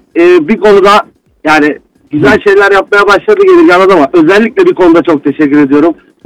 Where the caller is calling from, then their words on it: Izmir, İzmir, Turkey; İzmir'den arıyorum